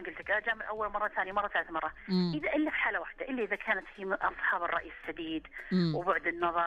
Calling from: Riyadh, Riyadh Province, Saudi Arabia; أنا كل من الرياض طبعا.

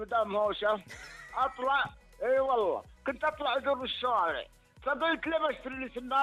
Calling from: Saudi Arabia; فأنا سعودي أصلا عن جد.

